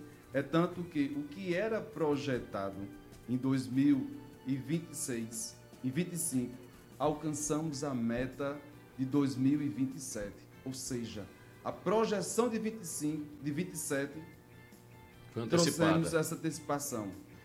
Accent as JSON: {"language": "Portuguese", "town": "Serra Talhada", "region": "Pernambuco", "country": "Brazil", "tie": "born or raised there", "moved": "yes", "said": "sou filho natural de Serra Talhada"}